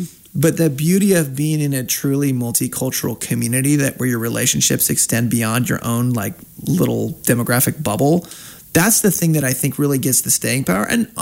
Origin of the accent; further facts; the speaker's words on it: United States; born there; as an American born person